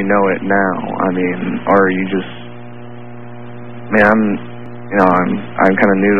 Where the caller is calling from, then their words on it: Oregon, United States; I'm calling from Oregon.